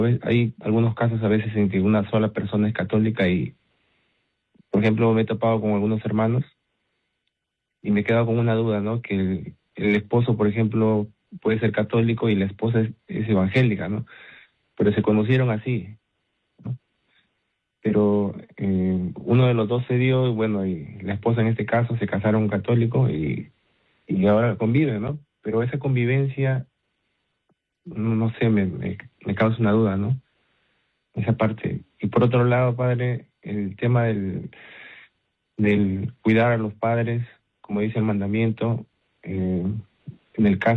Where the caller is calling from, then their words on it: Chiclayo, Lambayeque, Peru; De Chiclayo